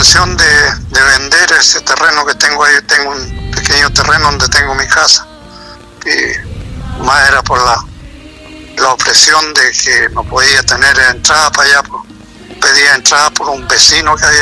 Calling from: Osorno, Los Lagos, Chile; Yo soy de Osorno, el sector del campo.

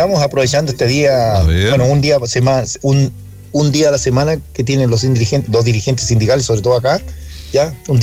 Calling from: Chile

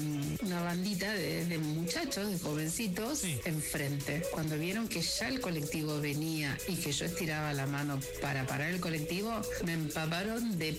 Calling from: José Mármol, Buenos Aires Province, Argentina; de José Mármol.

